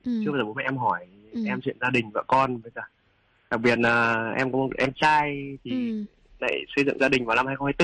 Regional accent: Phú Xuyên, Hanoi, Vietnam; Em quê gốc là ở dưới Phú Xuyên, Hà Nội, Phú Xuyên cũ.

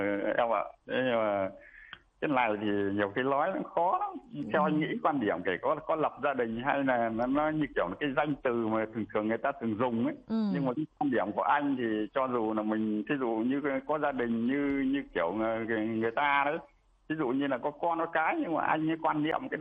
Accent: Hanoi, Vietnam; Nói chung anh đến ở một đất nước xinh đẹp, đấy là đất nước Việt Nam, và ở một cái khu vực cũng

